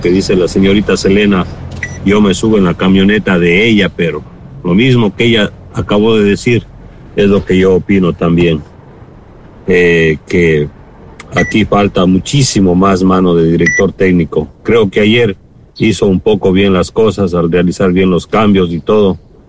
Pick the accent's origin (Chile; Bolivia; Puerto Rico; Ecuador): Ecuador; Feliz con el triunfo de Ecuador ayer, como ecuatoriano que soy.